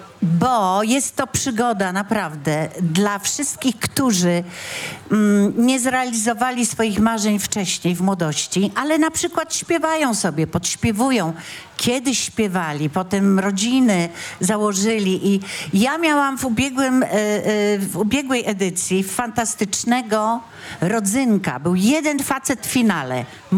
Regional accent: Nowy Sącz, Lesser Poland, Poland; born there; No ja jestem z gór.

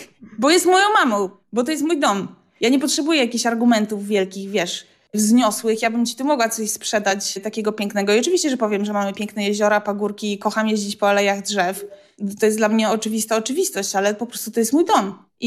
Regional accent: Warmian-Masurian Voivodeship, Poland; Ale jednak kochamy tą ziemię, tutaj się urodziliśmy. Ja nie znam innych terenów, ja się wychowałam na pagórkach, na jeziorach. Mówię językiem polskim, no teraz współczesnym, może nie gwarą. Ale my też chcemy czuć się stąd. Tu już jesteśmy trzecim pokoleniem, już tutaj mamy korzenie zapuszczone

